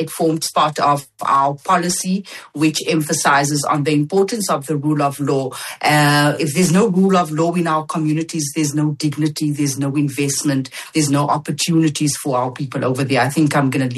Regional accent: South Africa; now in Cape Town, South Africa; I may not be born and bred from the city of Cape Town, but after all, I am South African and I do belong here.

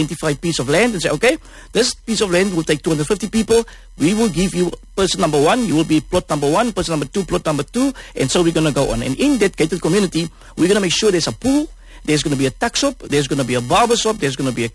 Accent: South Africa; We are South African citizens. This country belongs to us

